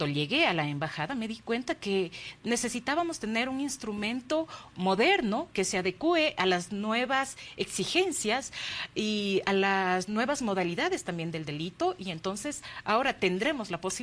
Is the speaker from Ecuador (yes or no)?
yes; Ecuador; Ese es el desafío más grande que tenemos como ecuatorianos